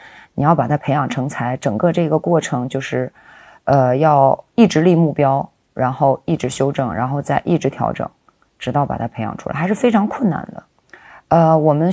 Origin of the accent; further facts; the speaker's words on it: Northwest China, China; 那么我是西北长大的